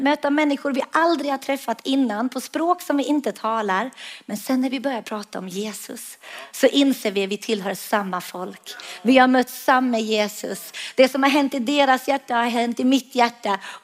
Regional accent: Sweden

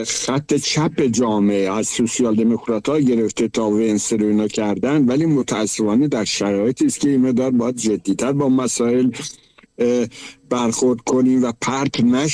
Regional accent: Iran; آره بابا، ما ترکیم. وقتی اینه گفتم ترکیم، این میدونم که تو شهر یه سری آدم ها هستن که سریع قلقلکشون میشه، آقا چه میدونم ترک و نمیدونم فلان، ولی ما ترکیم.

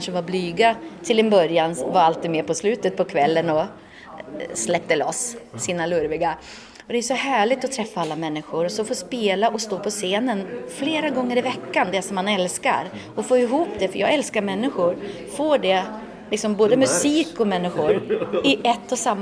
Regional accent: Tierp, Uppsala County, Sweden; Ja, men jag kommer ju från Tierp mellan Gävle och Uppsala, Uppland. Och där dansar man.

